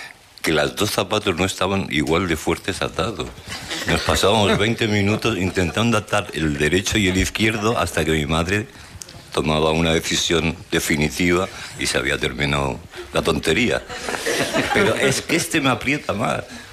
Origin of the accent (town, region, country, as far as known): Zaragoza, Aragon, Spain; born or raised there